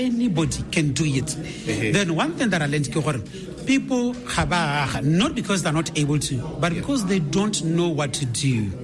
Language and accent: English; Nkange, Matabeleland North, Zimbabwe; I'm from Nkange. Yes.